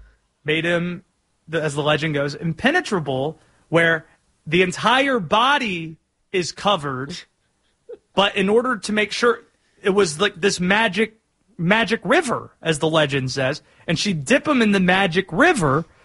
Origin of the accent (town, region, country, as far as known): North Carolina, United States; born or raised there